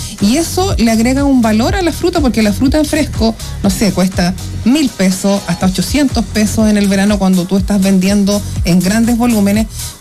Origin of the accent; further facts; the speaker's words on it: Cañete, Biobío, Chile; yo que soy de Cañete toda mi vida